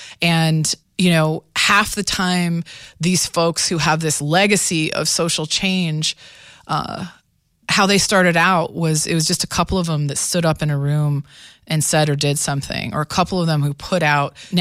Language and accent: English; Mansfield, Ohio, United States; I'm from Mansfield, Ohio, and my histories are from this area